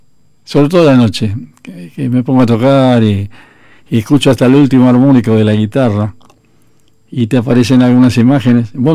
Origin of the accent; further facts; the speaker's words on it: Monte Grande, Buenos Aires Province, Argentina; yo soy de Monte Grande. Ah, sos sureño.